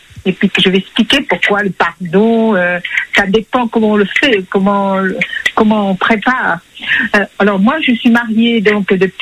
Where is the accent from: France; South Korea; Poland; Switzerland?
Switzerland; je viens de Suisse